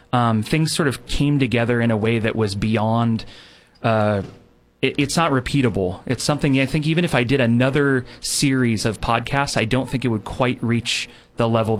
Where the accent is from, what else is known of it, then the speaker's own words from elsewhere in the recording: California, United States; I grew up in Orchid, and okay. That's where I was born and raised. But my dad moved to California from Louisiana.